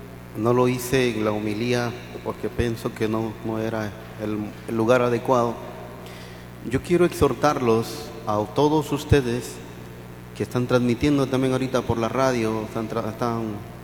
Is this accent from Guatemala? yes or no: yes; Guatemala